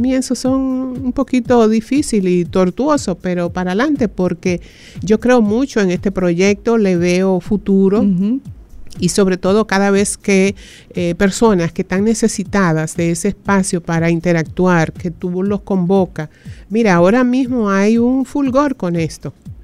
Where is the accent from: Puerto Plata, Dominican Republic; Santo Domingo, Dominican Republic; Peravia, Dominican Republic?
Puerto Plata, Dominican Republic; yo era una niña, yo soy de Puerto Plata, y yo vivía ahí en el pie del fuerte, al subir la fortaleza, ahí fue donde nací.